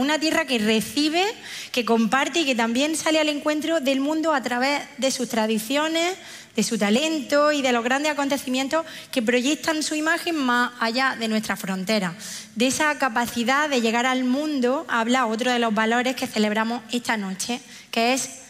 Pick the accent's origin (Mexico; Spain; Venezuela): Spain; Alcalá la Real, Andalusia; yo soy de Alcalá Real